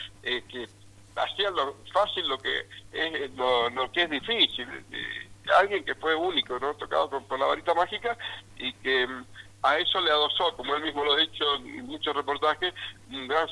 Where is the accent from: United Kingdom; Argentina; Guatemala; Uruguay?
Argentina; a nosotros como argentinos